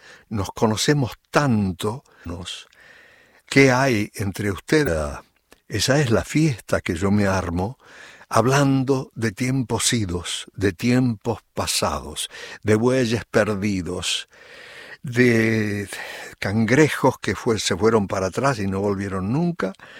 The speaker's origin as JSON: {"language": "Spanish", "region": "Salta", "country": "Argentina", "also_born_or_lived": "Tucumán", "moved": "yes", "said": "Me fui de Salta para Tucumán, extrañaba Salta. Me fui de Tucumán, pasé por Alto Buenos Aires."}